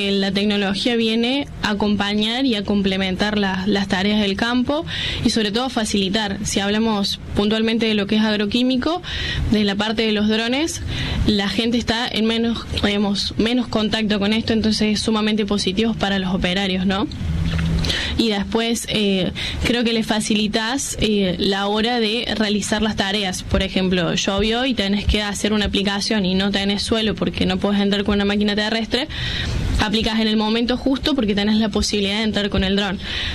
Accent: Córdoba, Argentina; moved away as an adult; now in San Francisco, Argentina; yo soy de Córdoba, soy nacida y criada en Córdoba capital, y me mudé 200 kilómetros por el trabajo, y de ahí, bueno, desde San Francisco

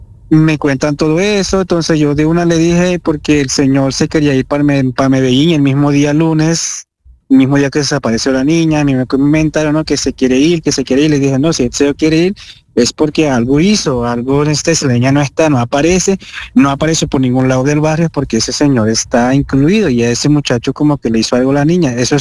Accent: Zulia, Venezuela; now in Mosquera, Colombia; No, nosotros somos naturalmente de Zulia, nosotros somos de allá. Nosotros venimos, bueno... Yo tengo acá radicado 5 años

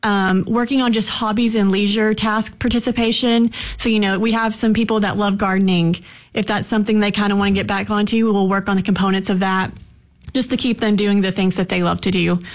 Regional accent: Kingsport, Tennessee, United States; I am from Kingsport, Tennessee originally. I am a native here

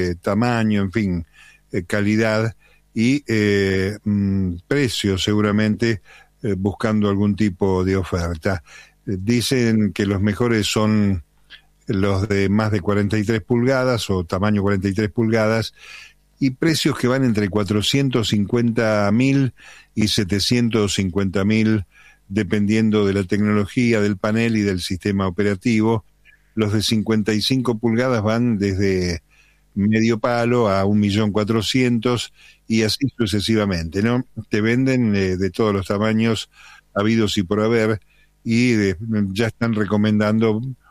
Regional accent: Monte Chingolo, Buenos Aires Province, Argentina; Hola Mario … de Montechingolo.

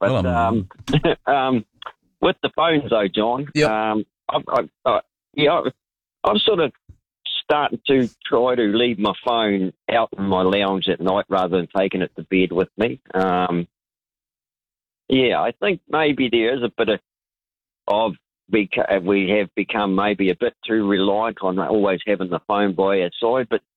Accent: New Zealand; being a Kiwi.

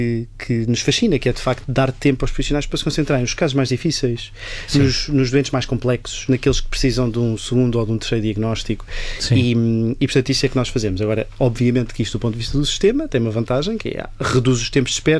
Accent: Lisbon, Portugal; born there; Eu não era da Covilhã, eu sou de Lisboa, nasci em Lisboa, estudei em Lisboa, na Nova

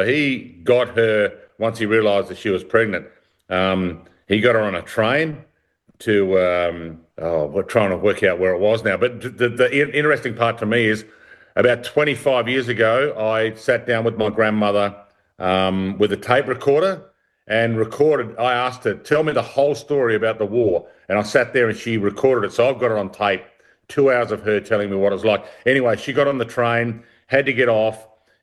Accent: Adelaide, South Australia, Australia; born there; I was born in Brighton, so in Glenelg.

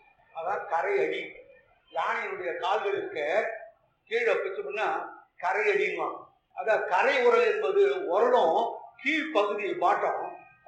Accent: Kanchipuram, Tamil Nadu, India; நான் காஞ்சிபுரத்தை சேர்ந்தவன்றதால

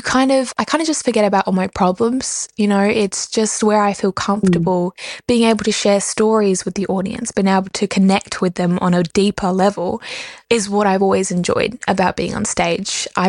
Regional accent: Moree, New South Wales, Australia; they'd ask me where I was from, assuming I was from Sydney, and I'd be like, Moree

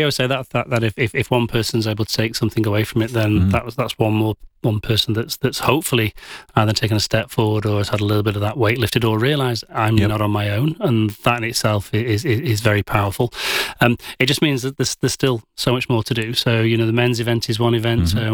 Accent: England, United Kingdom; now in Adelaide, Australia; as an Englishman

